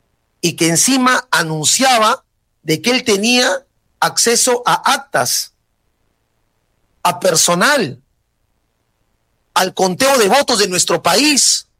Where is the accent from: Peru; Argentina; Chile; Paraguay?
Peru; nosotros que somos peruanos